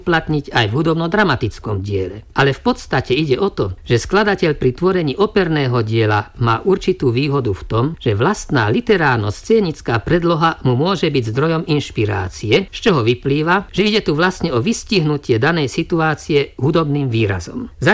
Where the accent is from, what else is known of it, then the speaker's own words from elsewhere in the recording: Žilina Region, Slovakia; Pochádzam z Liptova, teda z kraja ovenčeného horami